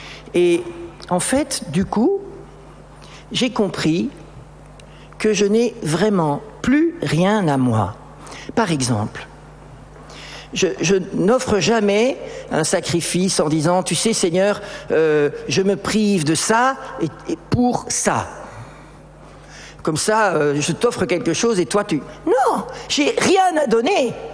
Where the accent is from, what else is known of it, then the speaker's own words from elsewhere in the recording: Belgium; Et Marie, on a oublié de vous dire que je suis belge.